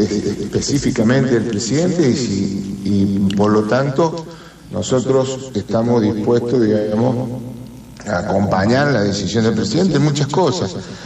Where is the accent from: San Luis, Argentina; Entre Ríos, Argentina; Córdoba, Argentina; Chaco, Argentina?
San Luis, Argentina